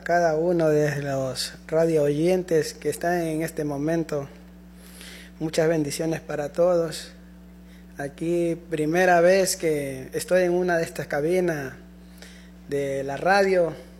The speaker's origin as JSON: {"language": "Spanish", "town": "Naranjito", "region": "Guayas", "country": "Ecuador", "said": "Somos de Naranjito nosotros."}